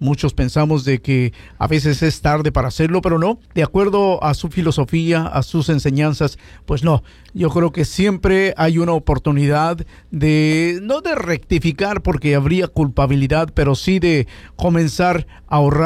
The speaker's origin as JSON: {"language": "Spanish", "country": "Mexico", "moved": "yes", "said": "Decimos en México"}